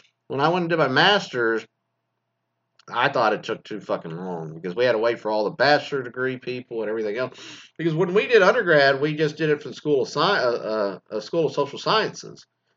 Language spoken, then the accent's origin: English; Mesquite, Texas, United States; I was from Mesquite High School.